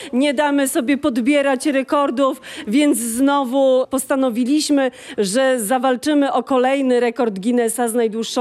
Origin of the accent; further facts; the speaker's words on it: Kashubia, Poland; My Kaszubi to jesteśmy tacy troszeczkę i uparci, i pracowici, i zawzięci